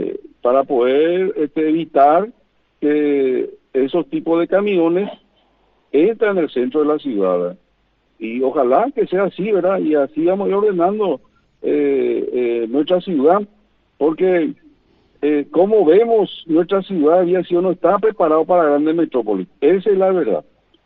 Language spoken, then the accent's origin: Spanish; Paraguay